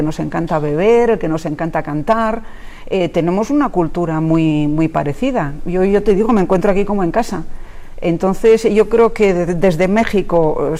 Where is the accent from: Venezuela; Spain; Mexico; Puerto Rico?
Spain; O sea, en el momento que eres española ya hay una especie de rechazo, ¿no?